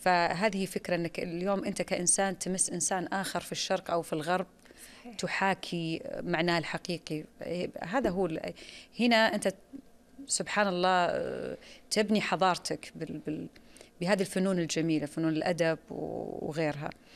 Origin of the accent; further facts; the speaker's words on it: Saudi Arabia; هذا العمل والمشروع الكبير اللي إحنا نعتز فيه كسعوديين